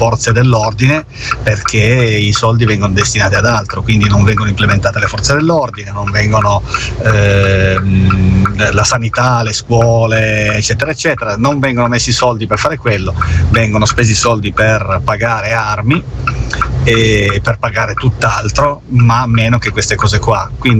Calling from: Turin, Piedmont, Italy; da Torino

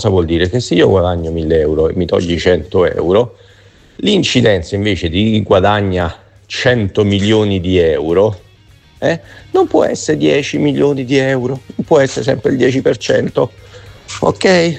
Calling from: Rome, Lazio, Italy; Buongiorno

